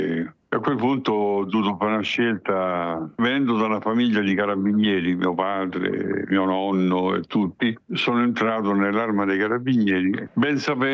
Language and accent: Italian; Latina, Lazio, Italy; moved away; also born or lived in Brazil / Venezuela / Colombia / Miami; Io sono nato a Latina, cresciuto e vissuto a Borgo San Michele, che è una frazione di Latina. Eravamo quanti? Non più di 300, fra cani, gatti, vacche e persone.